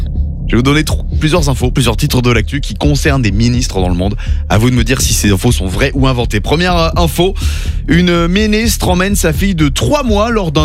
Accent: England, United Kingdom; French is a second language; De toute façon, je suis anglaise. Va falloir que je boive ma première bière à un moment donné.

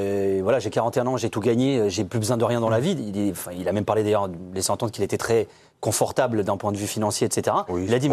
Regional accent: France; Moi, je suis français, monsieur, qui se présente.

